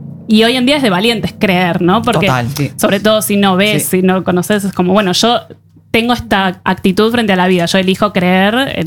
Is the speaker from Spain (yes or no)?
no; Argentina